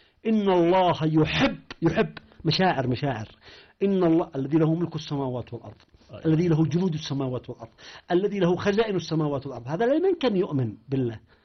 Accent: Yemen

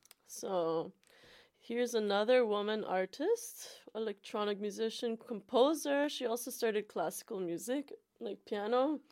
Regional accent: Toronto, Ontario, Canada; I mean, when I was a teenager, you know, like growing up in Toronto or whatever, we used to go to this place called the Masonic Lodge

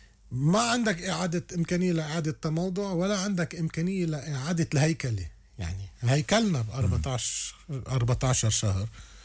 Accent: Lebanon; نحن كلبنانيين

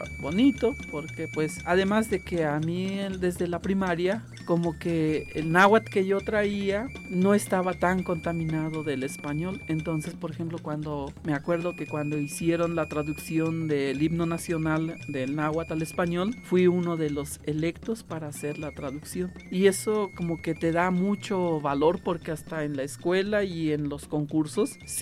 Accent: San Miguel del Progreso, Mexico; ahí en mi pueblo, en San Miguel del Progreso, tenemos una escuela bilingüe. Entonces, los maestros llegaban y enseñaban en náhuatl y en español.

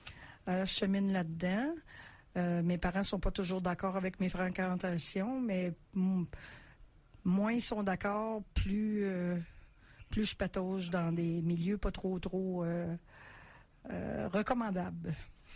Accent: Montreal, Quebec, Canada; moved away as an adult; now in Quebec City, Canada; Je suis native de Montréal

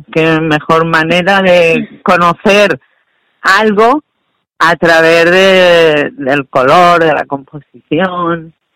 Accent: Alcolea de Calatrava, Castilla-La Mancha, Spain; born there; Mi pueblo, Alcolea Calatrava, es una zona volcánica

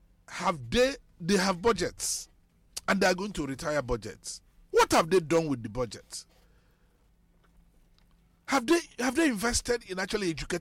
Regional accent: Nigeria; I am a Nigerian

